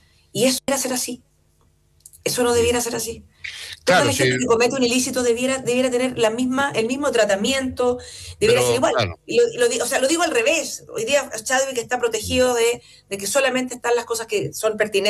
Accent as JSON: {"language": "Spanish", "country": "Chile", "said": "lo racista que somos los chilenos"}